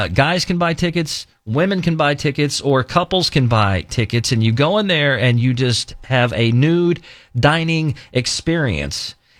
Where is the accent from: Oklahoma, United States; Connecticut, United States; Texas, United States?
Texas, United States; Yes, I'm from Texas. I know Austin.